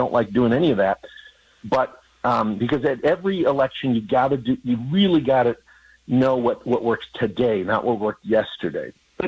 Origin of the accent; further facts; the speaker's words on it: Detroit, Michigan, United States; born there; moved away; I happen to be in Detroit today. I grew up in Detroit as a little kid.